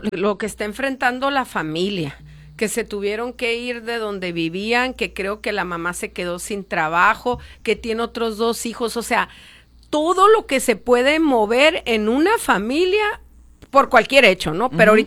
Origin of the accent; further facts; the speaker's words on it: Mexico; ¿Y qué nos está pasando como sociedad mexicana?